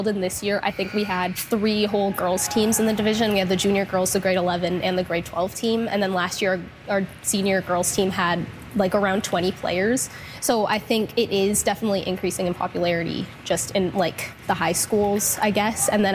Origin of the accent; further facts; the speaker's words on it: Egypt; I've been playing handball for 4 years. I'm originally from Egypt, and handball is like a much bigger thing back there.